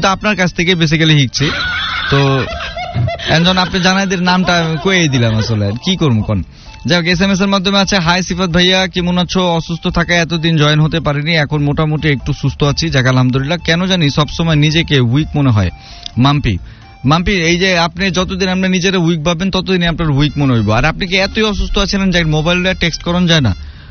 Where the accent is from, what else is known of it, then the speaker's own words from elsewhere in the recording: Dhaka, Dhaka Division, Bangladesh; আমার গ্রামের বাড়ি ভাই আমি পুরান ঢাকারি অরিজিনাল, আমার গ্রামের বাড়ি এটাই।